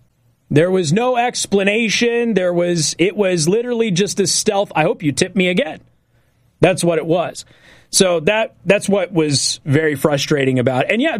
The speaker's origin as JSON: {"language": "English", "town": "Las Vegas", "region": "Nevada", "country": "United States", "moved": "yes", "said": "I'm from Las Vegas, I'm from the service capital of the world"}